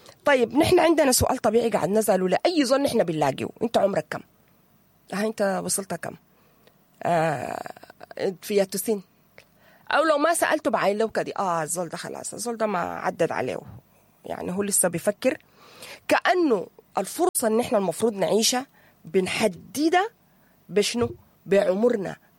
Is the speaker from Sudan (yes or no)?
yes; Sudan